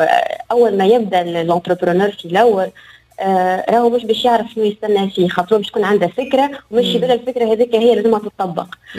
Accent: Tunisia

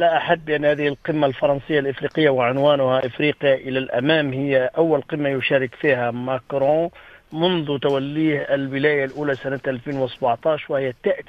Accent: Tunisia; نحن كدولة تونسية

